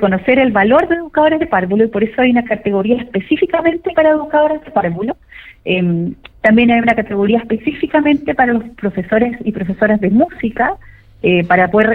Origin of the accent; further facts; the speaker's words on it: Chile; y como chilenos nos cuesta a veces reconocer que estamos generando logros.